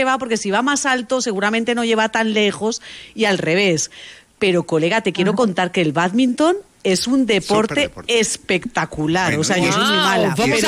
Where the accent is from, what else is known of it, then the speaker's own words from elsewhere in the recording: Spain; Entonces yo que vengo de clase media de España, nosotros teníamos raquetas de badminton y jugábamos en el jardín.